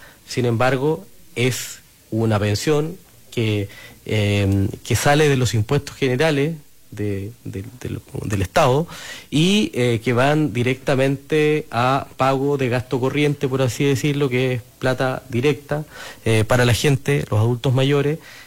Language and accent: Spanish; Coyhaique, Aysén, Chile; todos nosotros quienes somos de Coyhaique, la región, conocemos muy bien el lugar